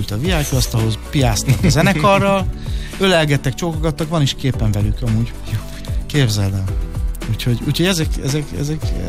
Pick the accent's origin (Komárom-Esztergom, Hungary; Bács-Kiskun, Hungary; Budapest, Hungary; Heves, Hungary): Budapest, Hungary; én a 7. kerületben nevelkedtem, aha, csak amikor megházasodtam, átkerültem a 8-ban